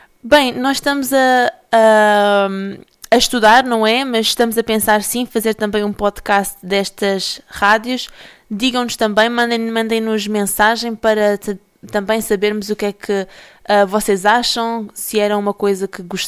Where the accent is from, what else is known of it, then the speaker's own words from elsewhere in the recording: Portugal; now in Pinhel, Portugal; Eu sou portuguesa